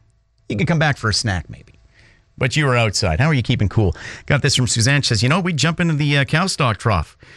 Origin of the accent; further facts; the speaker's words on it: Edmonton, Alberta, Canada; I grew up in Northeast Edmonton and, Castledowns, Northwest, I guess.